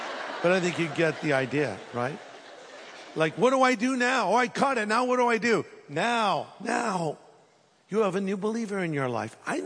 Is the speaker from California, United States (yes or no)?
yes; California, United States; I'm not. I'm from California.